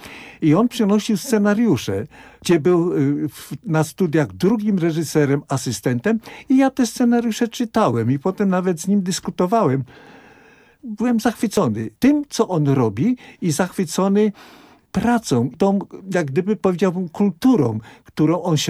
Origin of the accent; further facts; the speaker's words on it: Łódź, Łódź Voivodeship, Poland; born there; Ja urodziłem się na Piotrkowskiej 196, gdzie jest w tej chwili Akademik Wyższej Szkoły Filmowej.